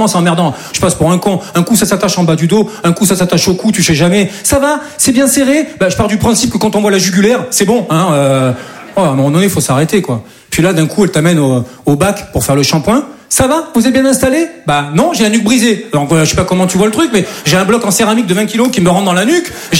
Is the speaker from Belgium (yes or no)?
no; Southern France, France; now in Paris, France; Je dis ça parce que moi je viens du sud de la France. Et chez nous, c'est un peu plus tranquille, quoi. Et non, et voilà, je suis monté sur Paris, voilà, pour devenir comédien.